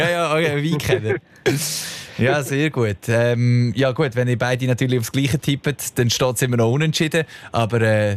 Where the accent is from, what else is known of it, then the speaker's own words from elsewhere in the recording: Basel, Basel-Stadt, Switzerland; Da muss man auch als Basler zugeben.